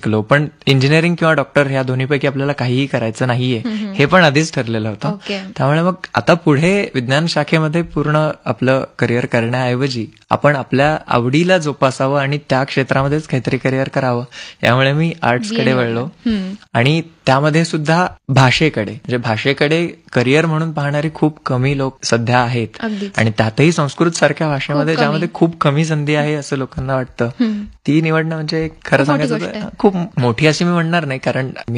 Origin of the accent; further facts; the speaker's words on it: Chhatrapati Sambhajinagar, Maharashtra, India; मी मूळ छत्रपती संभाजीनगर येथील राहणारा आहे.